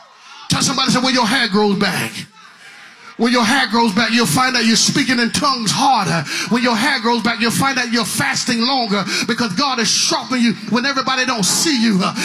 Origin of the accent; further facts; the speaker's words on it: North Carolina, United States; When we was growing up in Eastern North Carolina, you know about this time of the year, right about October, they were killing hogs.